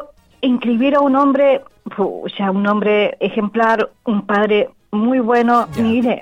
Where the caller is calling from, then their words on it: Curicó, Maule, Chile; De aquí, de Bombero Garrido.